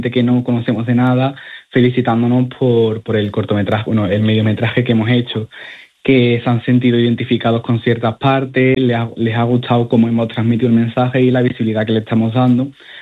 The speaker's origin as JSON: {"language": "Spanish", "region": "Ceuta", "country": "Spain", "said": "nos da miedo poner que somos de Ceuta, porque Ceuta es una ciudad que está tan, tan aislada de la península"}